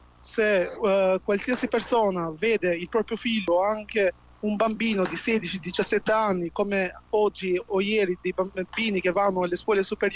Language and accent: Italian; Durrës, Durrës County, Albania; Io vengo da Durazzo e oggi ci sono state per circa 4-5 ore proteste anche a Durazzo